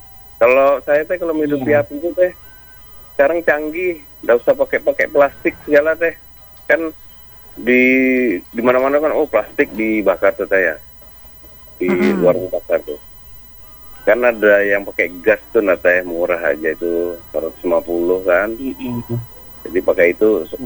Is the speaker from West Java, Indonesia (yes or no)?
yes; West Java, Indonesia; Kita Sunda teh lupa teh, enak tuh apa ya?